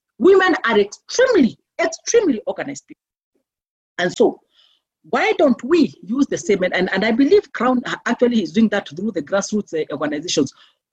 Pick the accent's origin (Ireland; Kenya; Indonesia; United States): Kenya; Meru, Meru County; moved away; where I grew up in Meru, that I grew up in the family that I grew up, but in the midst of very severe poverty.